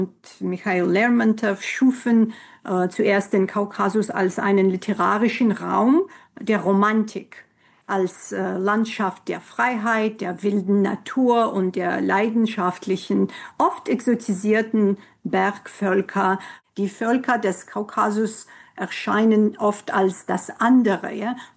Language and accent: German; Kabardino-Balkaria, Russia; now in New Orleans, United States; Ich bin im Nordkaukasus in der Republik Kabardino-Balkarien geboren und aufgewachsen. Ich bin Tscherkessin.